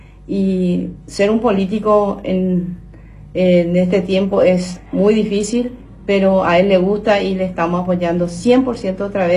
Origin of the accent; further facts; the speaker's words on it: Coronel Oviedo, Caaguazú, Paraguay; yo desde nací y crecí en Santa Lucía